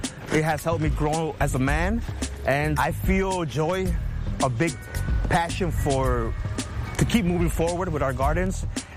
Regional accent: Chicago, Illinois, United States; I'm from Chicago's Back of the Yards neighborhood.

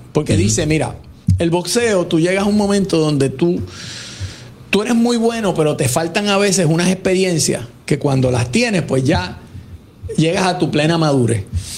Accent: Puerto Rico; soy fanático de él y soy puertorriqueño y voy a ir al mío, porque esa es mi tradición.

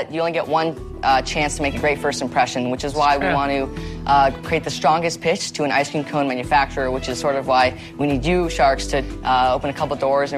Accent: Denver, Colorado, United States; We're both from Denver, Colorado

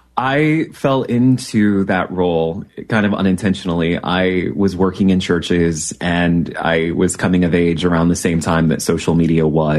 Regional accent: Peoria, Illinois, United States; Yeah, I grew up in Peoria, Illinois. So small town, Illinois, loved it.

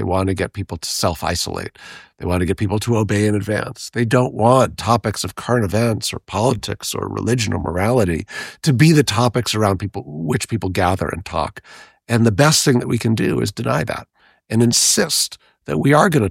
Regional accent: New York, United States; So I'm a New Yorker through and through. I'm a fourth generation New Yorker. And I grew up in New York

